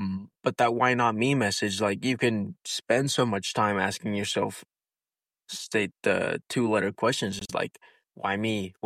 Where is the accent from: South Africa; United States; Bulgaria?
United States; Briggsdale, Colorado; I think they say something that they say in Briggsdale is, like, you're protected, like, in the Little Briggsdale bubble, because you never go out. You're from a super tiny community